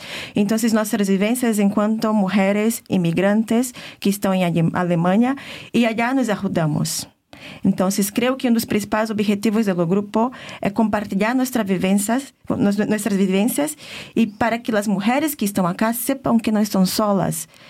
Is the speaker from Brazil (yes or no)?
yes; Pará, Brazil; Yo vengo de la Amazonía. Yo vengo del estado que se llama Pará. Entonces vengo de una región que es bañada por el río Tapajós, que es un río muy grande, uno de los brazos del río Amazonas.